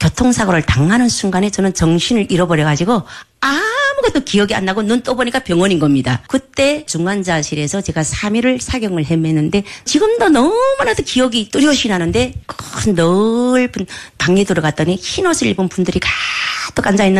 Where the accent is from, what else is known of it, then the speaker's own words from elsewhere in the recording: North Korea; moved away as an adult; now in South Korea; 제가 북한에서 왔다니까